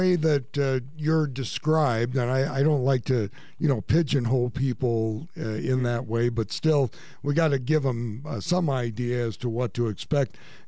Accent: Detroit, Michigan, United States; growing up in Detroit

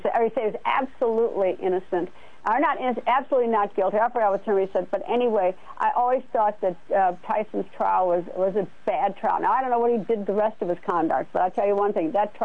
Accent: Wisconsin, United States; I get that. I'm from Wisconsin. My first concert was, I don't know if you know

